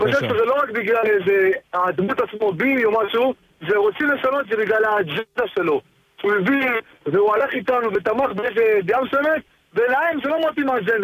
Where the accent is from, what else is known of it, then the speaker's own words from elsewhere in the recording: Bnei Brak, Tel Aviv District, Israel; אם זה בעיר שלי, אני מבני ברק, אני חדש כמובן פה, אבל אני לא חדש במערכת החרדית.